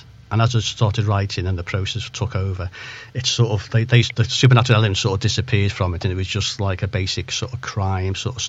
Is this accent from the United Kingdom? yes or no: yes; Chester, North West England, United Kingdom; also born or lived in Barrow-in-Furness / Ulverston; now in Liverpool, United Kingdom; I'm actually from Chester. I've lived in Liverpool for quite a few years